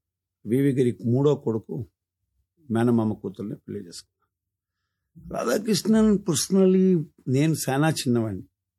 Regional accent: Chennai, Tamil Nadu, India; moved away as an adult; also born or lived in Delhi / Neyveli; now in Bangalore, India; నేను వచ్చేసి పుట్టింది ఢిల్లీలో, పెరిగింది అంతా చెన్నై. చెన్నైలో టిపికల్ ప్లేస్ కాల్ నైవేలి, ఎన్ఎల్సీలో ఉంటుంది. మళ్ళీ we came back to Chennai city. So basic education up to college Chennai Madras

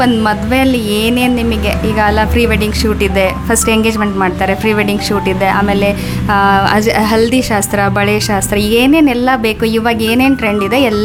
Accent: Haveri district, Karnataka, India; born there; ನಾನು ಹುಟ್ಟಿದ್ದು ಹಾನಗಲ್ ತಾಲೂಕ್ ಹಾವೇರಿ ಡಿಸ್ಟಿಕ್ ಕೂಸ್ನೂರ್ ಅಂತ ಒಂದು ಹಳ್ಳಿಯಲ್ಲಿ ಹುಟ್ಟಿದ್ದು.

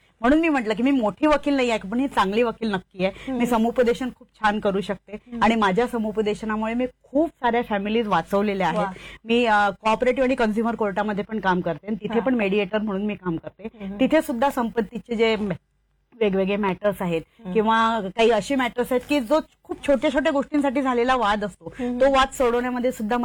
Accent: Akola, Maharashtra, India; moved away; अकोला, जे नागपूर साईडला जे अकोला आहे त्या अकोल्याचं माझं माहेर आहे. आणि लहानपणापासून संघ परिवारामध्ये वाढलेली आहे

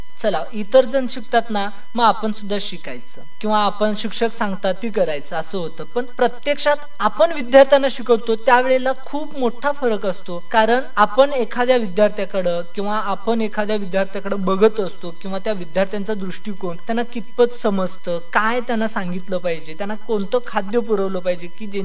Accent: Karnataka, India; accent: village dialect; moved away; बेळगाव पासून माझं गाव जवळजवळ 15-1 किलोमीटरच्या अंतरावरती आहे

